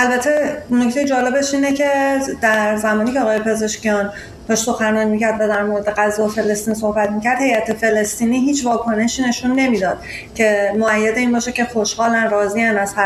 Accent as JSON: {"language": "Persian", "country": "Iran", "moved": "yes", "lives_now": "United States", "said": "حتی اینجا در آمریکا، من بعضی وقتا وقتی به عنوان ایرانی دارم با یک کسی از کشورهای حاشیه حرف می‌زنم و فکر می‌کنن که من ایرانی، می‌فهمن که من ایرانیم،"}